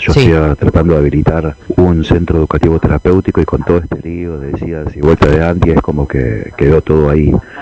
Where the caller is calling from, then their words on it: Tortuguitas, Buenos Aires Province, Argentina; de Tortuguitas.